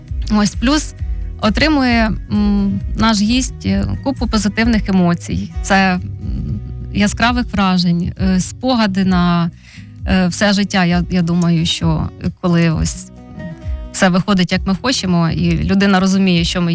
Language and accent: Ukrainian; Vinnytsia, Vinnytsia Oblast, Ukraine; Я не корінна, але свідоме своє життя, ну це з першого класу, я вже живу в Вінниці.